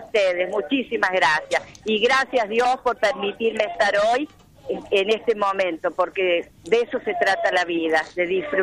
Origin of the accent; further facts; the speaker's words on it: Ucacha, Córdoba, Argentina; Vengo desde Ucacha, provincia de Córdoba.